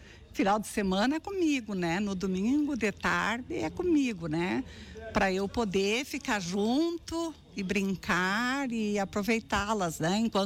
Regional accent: Ibirapuitã, Rio Grande do Sul, Brazil; born there; also born or lived in Quebradentes; now in Soledade, Brazil; Eu vim embora de Ibirapuitã, que eu nasci lá em Quebradentes, morei em Ibirapuitã há muito tempo. E viemos morar para Soledade, é uma terra maravilhosa.

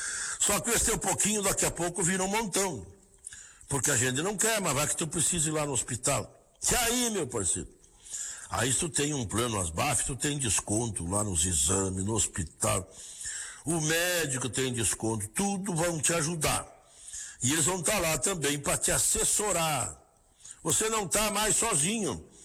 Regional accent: Rio Grande do Sul, Brazil; Eita, minha terra gaúcha lá, né?

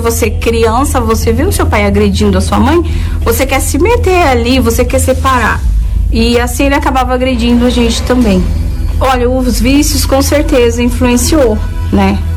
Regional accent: Boa Nova, Bahia, Brazil; tenho 37 anos. Eu nasci na Bahia, em Boa Nova. E eu cresci num lar totalmente destruído, com brigas.

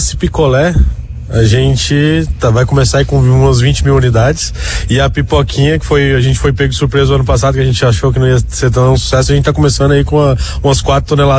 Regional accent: Goiás, Brazil; sou goiano, um goiano, ítalo

